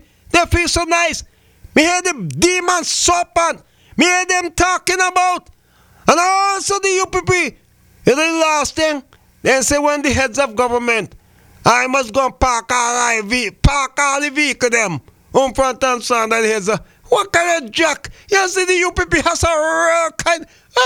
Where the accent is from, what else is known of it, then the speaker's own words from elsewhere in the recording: St. Vincent & Grenadines; now in Antigua and Barbuda; my hometown, St. Vincent and the Grenadines